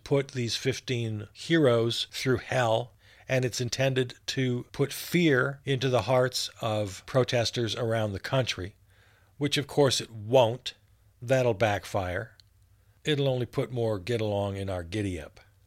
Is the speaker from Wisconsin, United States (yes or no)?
yes; Wisconsin, United States; FBI actually questioning election officials here in my home state of Wisconsin